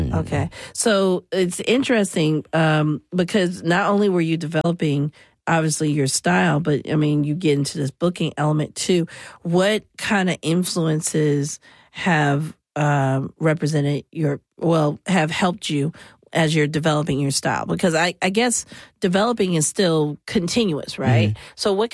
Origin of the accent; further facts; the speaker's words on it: Atlanta, Georgia, United States; now in Nashville, United States; as you know, I'm from Atlanta.